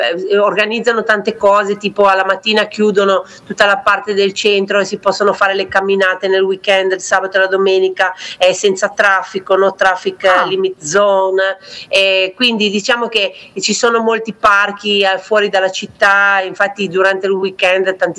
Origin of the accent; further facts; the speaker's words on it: Pietra Ligure, Liguria, Italy; now in Jakarta, Indonesia; il cambiamento principale è che noi nati sul mare, perché noi siamo di Pietra Ligure, quindi 5 minuti era al mare, e a Giacarta, essendo una megalopoli, noi siamo nel sud e il mare è al nord.